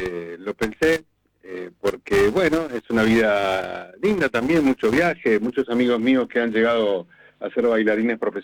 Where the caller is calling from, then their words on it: Buenos Aires, Argentina; Te estoy llamando de Villurquiza.